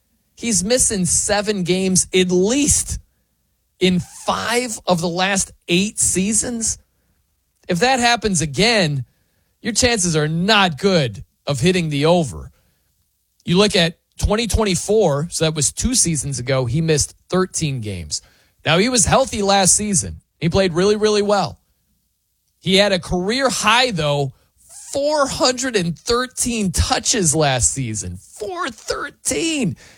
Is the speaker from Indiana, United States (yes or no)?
yes; South Bend, Indiana, United States; It's actually a running joke because I grew up in South Bend, Indiana.